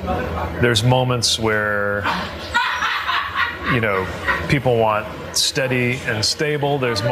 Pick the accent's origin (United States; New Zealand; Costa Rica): United States; Indiana; I mean, first of all, I'm gay and I'm from Indiana